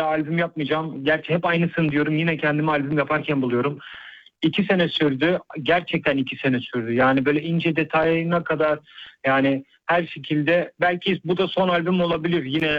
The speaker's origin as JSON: {"language": "Turkish", "country": "Netherlands", "tie": "born or raised there", "also_born_or_lived": "Düsseldorf, Germany", "moved": "as an adult", "lives_now": "Istanbul, Turkey", "said": "Hollanda doğma büyüme. Şu an İstanbul'dayım. Burada yaşıyorum."}